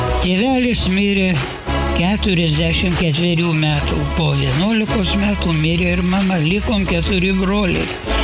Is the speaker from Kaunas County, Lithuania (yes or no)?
no; Veisiejai, Alytus County, Lithuania; born there; now in Utena, Lithuania; Na, nors esu dabar uteniškis, tačiau iš tikrųjų gimiau Dzūkijoje, tokiame garsiame Veisiejų miestelyje. Nes, o vėliau gyvenau jau Utenos rajone